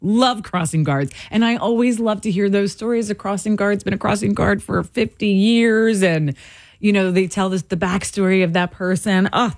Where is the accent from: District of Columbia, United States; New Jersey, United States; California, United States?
New Jersey, United States; Carly Lloyd. Soccer superstar is from the town I grew up in.